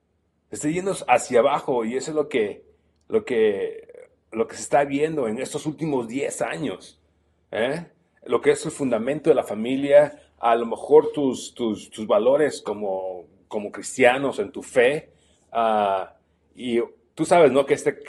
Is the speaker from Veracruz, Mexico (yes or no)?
no; Chiapas, Mexico; moved away; Yo soy de Chiapas. Tiene muchos años que no vivo en Chiapas, pero he ido a Guatemala.